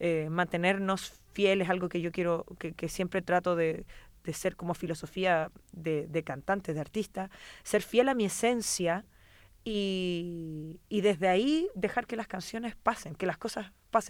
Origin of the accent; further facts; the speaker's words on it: Chile; Nosotros también, como chilenos incluso, que no nacimos con este estilo.